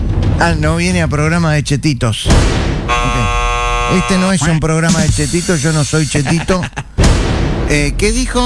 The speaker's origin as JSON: {"language": "Spanish", "country": "Uruguay", "said": "Esto, como uruguayo, les entrego las Malvinas a Argentina y a Gran Bretaña."}